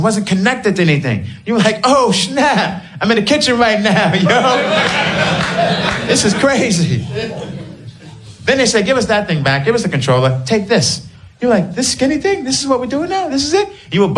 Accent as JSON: {"language": "English", "town": "New York City", "region": "New York", "country": "United States", "lives_now": "Los Angeles, United States", "said": "I'm a New Yorker, so it's weird. People still think I live in New York, but I do live in LA and I miss New York."}